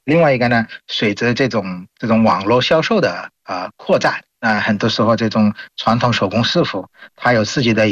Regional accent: Bangladesh; Chinese is a second language; 我是来自于孟加拉国的

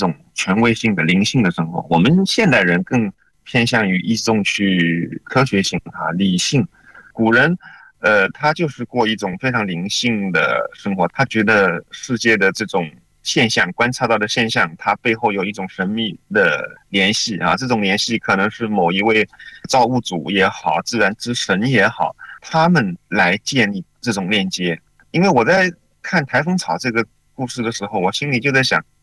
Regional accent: Shaoxing, Zhejiang, China; now in Guangdong, China; 或者是我们绍兴人叫师爷

